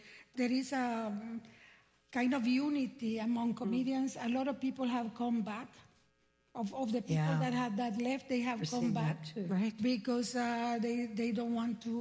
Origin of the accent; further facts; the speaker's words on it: Nicaragua; English is a second language; now in Canada; I grew up in Nicaragua fearing an American invasion, and then I come to Canada